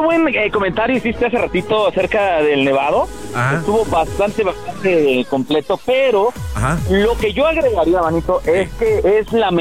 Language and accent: Spanish; State of Mexico, Mexico; moved away; Yo soy del sur del Estado de México, y cada vez que viajo al sur, que es casi cada fin de semana